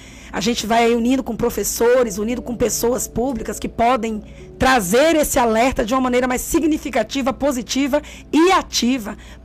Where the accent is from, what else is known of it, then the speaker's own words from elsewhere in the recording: Feira de Santana, Bahia, Brazil; born there; also born or lived in Salvador; Nós que somos baianos, soteropolitanos, eu nasci em Feira de Santana, e a minha família toda ali de Salvador, Feira de Santana, Juazeiro.